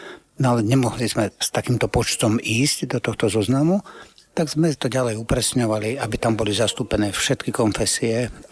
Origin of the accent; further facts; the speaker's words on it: Žilina Region, Slovakia; Zvlášť, keď pochádzam z Oravy a pochádzam z dediny, kde jeden takýto kostolík stojí.